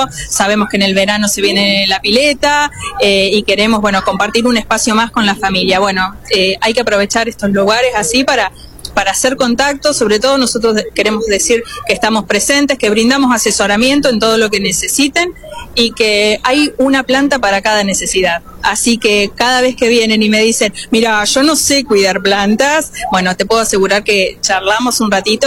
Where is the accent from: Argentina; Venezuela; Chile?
Argentina; General Levalle, Córdoba; Nosotros somos de General Levalle